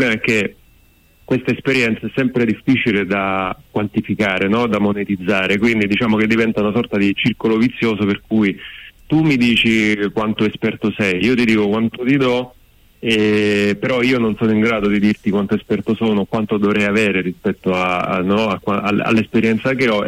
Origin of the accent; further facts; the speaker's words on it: Sicily, Italy; moved away as an adult; now in Rome, Italy; io in realtà sono l'unico fuori sede del gruppo perché sono siciliano